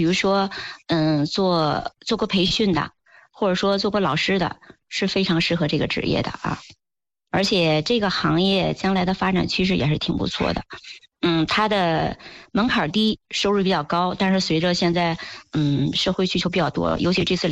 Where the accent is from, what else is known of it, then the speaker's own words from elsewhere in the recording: Hebei, China; moved away as an adult; now in Beijing, China; 首先咱们河北扶嫂的品牌优势我觉着还是真是在全国来讲能够首屈一指的